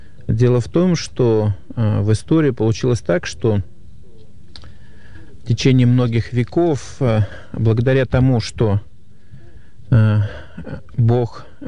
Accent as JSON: {"language": "Russian", "region": "Moscow", "country": "Russia", "tie": "born or raised there", "said": "Я москвич, родился в Москве и всю свою почти более чем 40-летнюю жизнь прожил в этом городе."}